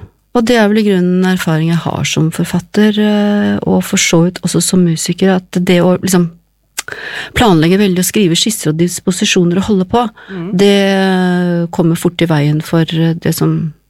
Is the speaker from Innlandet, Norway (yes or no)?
no; Moss, Østfold, Norway; Egentlig så kommer jeg fra Moss, og pleier å si at forbløffende mange av oss er fra Moss